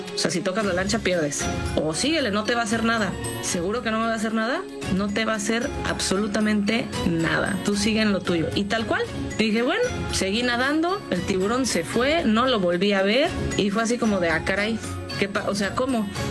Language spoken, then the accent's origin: Spanish; Cancún, Quintana Roo, Mexico; moved away as an adult; now in Playa del Carmen, Mexico; Yo soy de Cancún, pero por el tema de los tiburones toro, decidí moverme ya a tiempo completo a playa, hace ya poco más de 10 años